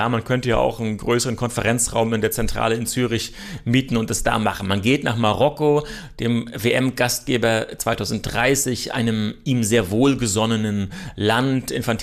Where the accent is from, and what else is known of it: Germany